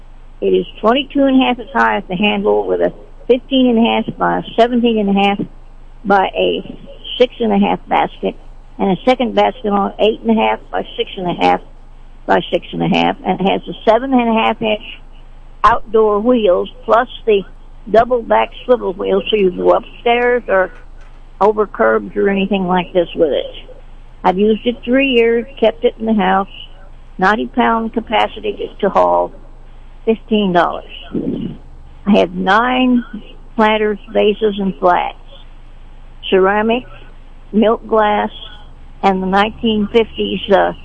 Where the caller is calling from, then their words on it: Sedalia, Missouri, United States; I'm calling from Sedalia.